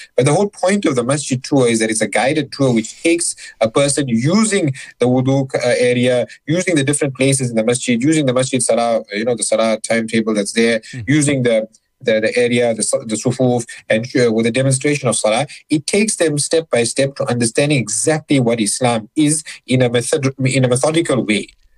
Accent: Durban, KwaZulu-Natal, South Africa; specifically Northcliffe, so that's in Johannesburg, and I'm from Durban, but I'll be flying up on Saturday morning just for this.

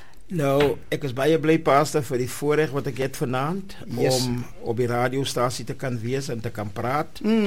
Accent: Victoria West, Northern Cape, South Africa; born there; now in Oudtshoorn, South Africa; daar vanaf, ek is nie eindelijk van Oudtshoorn nie, gebore nie. Ek kom daar van Victoria West, ja, en groot geword, in die Kaap gebleef vir 27 jaar.

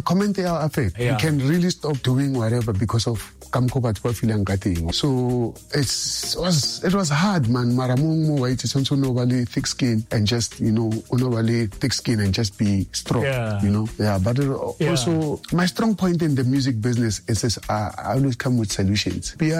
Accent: Pretoria, Gauteng, South Africa; I'm from Pretoria and then now I'm doing Chrome.

